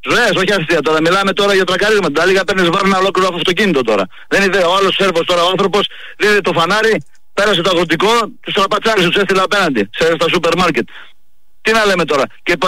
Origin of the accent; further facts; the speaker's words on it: Katerini, Central Macedonia, Greece; Κατερίνη, τους άγια μου, έχω δρόμο στην Κατερίνη. Η πόλη της Λακούβας, αδερφέ. Άκου να δεις σκηνικό στην πόλη μου